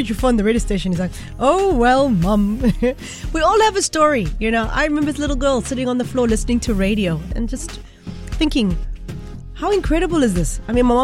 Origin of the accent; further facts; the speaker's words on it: Johannesburg, Gauteng, South Africa; And I was coming in from Joburg, having lived in Joburg my whole life, and listening to East Coast Radio coming in.